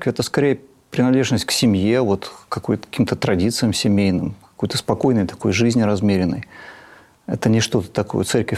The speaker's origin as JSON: {"language": "Russian", "region": "Tula Oblast", "country": "Russia", "tie": "born or raised there", "also_born_or_lived": "Siberia", "said": "Ну, я жил в разных местах. Родился в Сибири, но я этого как бы особенно не помню. А детство мое прошло в Тульской области. вот, на одной железнодорожной станции, где мой отец был врачом"}